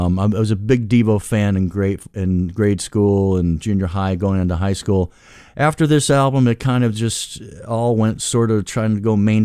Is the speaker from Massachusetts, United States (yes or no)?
no; Bensenville, Illinois, United States; He's an old neighbor of mine from where I grew up in Bensonville